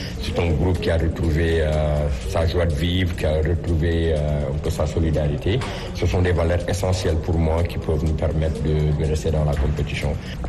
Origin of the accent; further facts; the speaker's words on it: Senegal; Mais aussi, nous sommes du Sénégal, nous avons des ambitions.